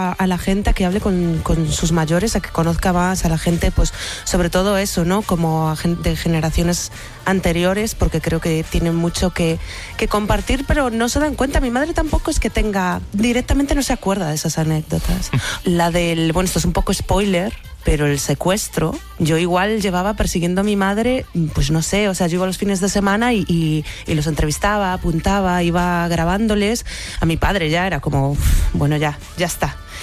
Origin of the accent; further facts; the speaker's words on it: Galicia, Spain; also born or lived in Pontevedra; Hay muchísimo talento en Galicia, estamos todos fuera, o casi todos. Es difícil vivir de la cultura, yo vivo en Santiago